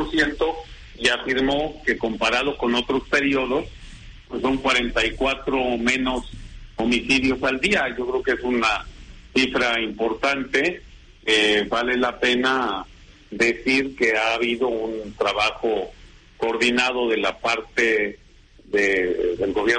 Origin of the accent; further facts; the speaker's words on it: Zacatecas, Mexico; pues tú ves lo que pasó allá en mi tierra, Zacatecas, ¿verdad?